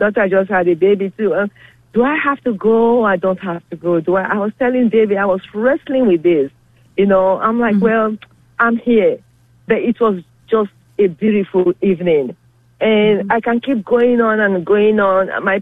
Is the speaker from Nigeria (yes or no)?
yes; Nigeria